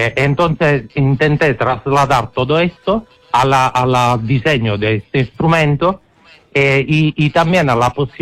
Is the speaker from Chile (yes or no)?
no; Italy; Spanish is a second language; Pues se entiende que soy italiano, ¿no?